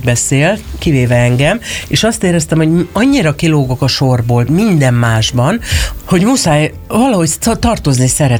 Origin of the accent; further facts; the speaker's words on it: Hajdúnánás, Hajdú-Bihar, Hungary; moved away as an adult; abban a hajdúbihari városban, a Hajdúnánáson, ahol éltem